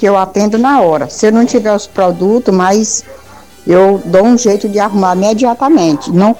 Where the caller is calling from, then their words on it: Água Branca, Brazil; moro aqui em Água Branca, no bairro São Luís.